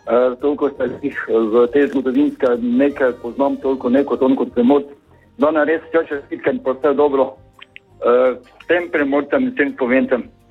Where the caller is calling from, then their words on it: Ptuj, Drava, Slovenia; Lep pozdrav tudi iz sončnega Ptuja